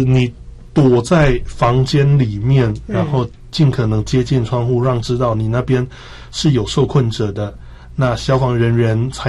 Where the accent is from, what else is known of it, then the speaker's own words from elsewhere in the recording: Taichung, Taiwan; 因为我台中人，然后921那个我是亲身在那边摇，那个走不了路啦。